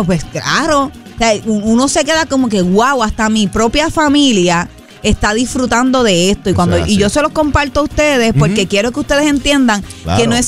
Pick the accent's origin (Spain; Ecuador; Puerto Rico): Puerto Rico; Caguas; now in Bayamón, Puerto Rico; yo soy cagüeña, pero vivo en Bayamón